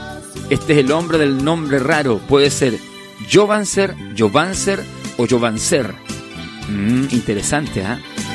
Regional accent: Temuco, Araucanía, Chile; born there; Él está en Temuco, mi ciudad natal

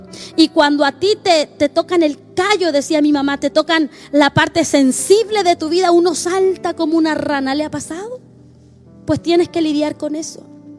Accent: Chile; yo soy bien chilena para hablar.

